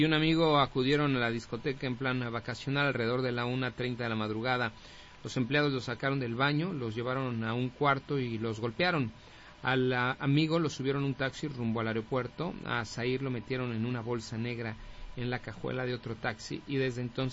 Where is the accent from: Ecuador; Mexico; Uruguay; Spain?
Mexico; eso no quiere decir que como mexicano me sienta menos. O como mexicano crea que la selección mexicana es menos.